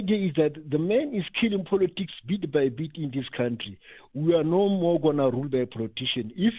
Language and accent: English; Soweto, Gauteng, South Africa; I grew up in Soweto, used to see him driving around with his white crusader.